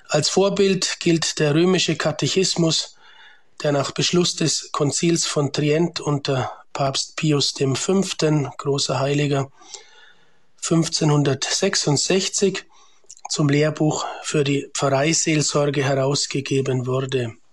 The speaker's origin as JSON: {"language": "German", "town": "Bayreuth", "region": "Bavaria", "country": "Germany", "tie": "born or raised there", "moved": "as an adult", "lives_now": "Liechtenstein", "said": "komme aus Deutschland ursprünglich, bin in der Diaspora geboren, aufgewachsen in Bayreuth in Oberfranken, geboren 1977 am 3.6."}